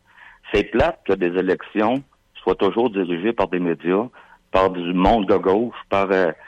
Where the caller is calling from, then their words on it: Quebec, Canada; moi, je suis de la Beauce